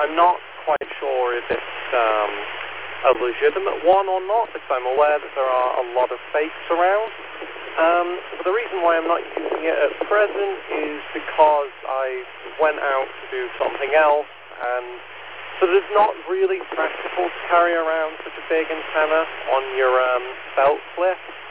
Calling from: Crewe, North West England, United Kingdom; I'm situated in Crewe, and on a cheap little Baofeng, I'm hearing everything from Stoke to, of course, where the repeater I'm currently using is, off in Northwich.

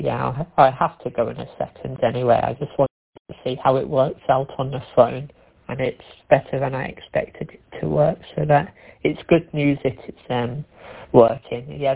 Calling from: Kinver, West Midlands, United Kingdom; I am from Stourbridge, Kimver, near the Watt Caves up there.

